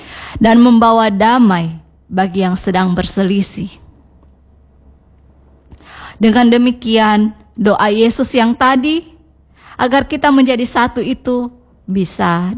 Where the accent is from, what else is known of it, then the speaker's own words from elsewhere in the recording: Makassar, South Sulawesi, Indonesia; Kita sebagai warga Makassar yang menjunjung tinggi nilai sipaka tau, sipaka lebi, dan sipaka inge, di mana saling menghormati, memuliakan, dan menyayangi.